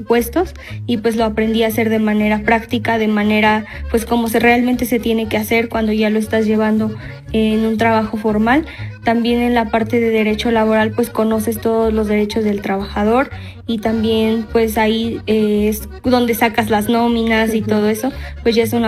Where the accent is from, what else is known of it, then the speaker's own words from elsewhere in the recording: Tlaxcala, Mexico; vengo del estado de Tlaxcala